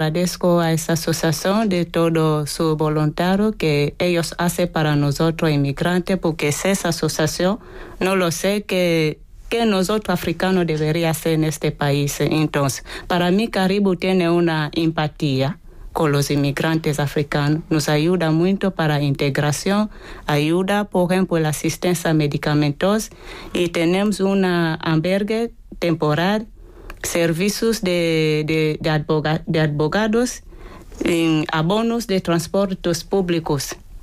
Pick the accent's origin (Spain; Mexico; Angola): Angola; Yo vengo de Angola. Uh-huh. Mi ciudad se llama Ricabinda.